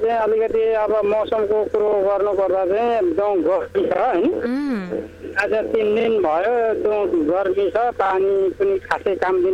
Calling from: Koshi Province, Nepal; म यता मोरङबाट

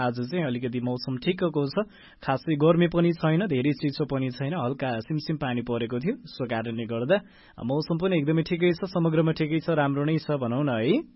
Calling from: Bethanchok, Bagmati, Nepal; हजुर बेथानचोकबाट

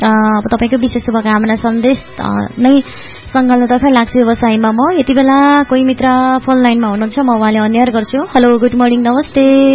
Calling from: Taplejung, Koshi Province, Nepal; ताप्लेजुङबाट।

